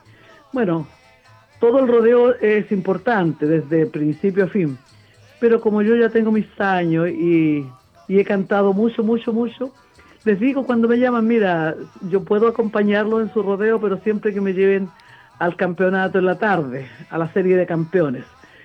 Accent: Chile; nosotros como chilenos

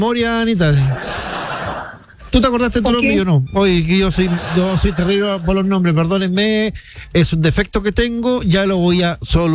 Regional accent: Chile; obviamente soy chileno

